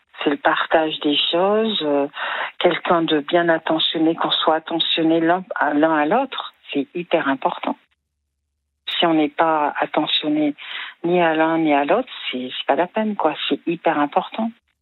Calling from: Clermont-Ferrand, Auvergne-Rhône-Alpes, France; je suis à Clermont-Ferrand, moi.

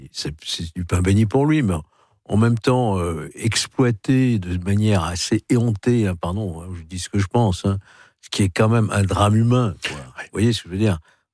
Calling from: France; chez nous en France

